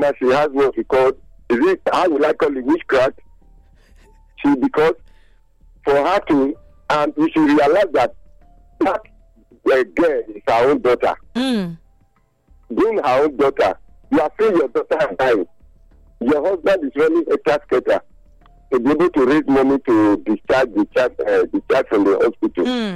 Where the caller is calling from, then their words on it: Zimbabwe; from Zimbabwe.